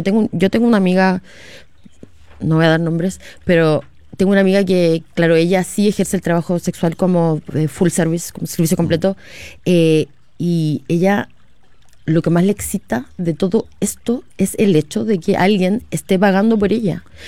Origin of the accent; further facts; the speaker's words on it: Calbuco, Los Lagos, Chile; moved away; vengo llegando de Calbuco, estamos preparando una película de del primer libro, y para eso hay que volver atrás. y era necesario que en este caso la directora y el guionista conocieran a mi familia y mi contexto de chica